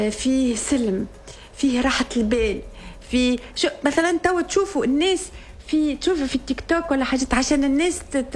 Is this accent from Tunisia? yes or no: yes; Djerba, Medenine, Tunisia; انا من منطقة في جربة اسمها جزيرة من الجنوب التونسي،